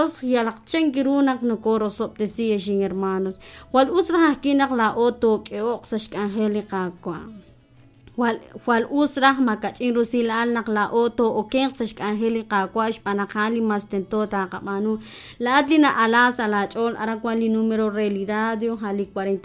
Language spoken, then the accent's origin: Spanish; Tucurú, Alta Verapaz, Guatemala; now in Quetzaltenango, Guatemala; Buenas noches, hermana. Saludo desde Quetzaltenango, soy de Tucurucha.